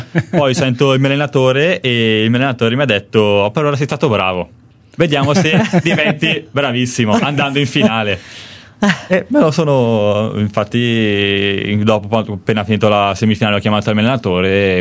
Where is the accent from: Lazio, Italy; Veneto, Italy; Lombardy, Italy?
Lombardy, Italy; Brembate di Sopra; È una squadra del mio paese, prima l'Almenno San Bartolomeo, che abita a 500 metri dal mio paese, che abita a Brembate Sopra